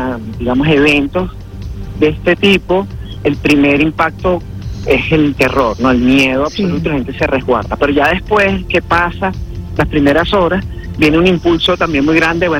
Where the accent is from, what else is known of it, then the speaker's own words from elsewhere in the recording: Venezuela; por supuesto también como venezolano, ¿no?